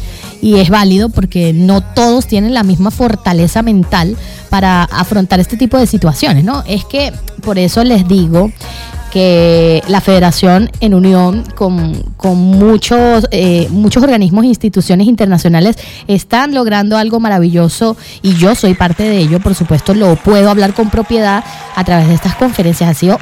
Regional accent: Venezuela

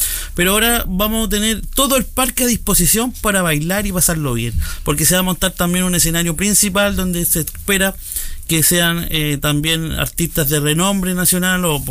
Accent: Cauquenes, Maule, Chile; nosotros como los cauqueninos

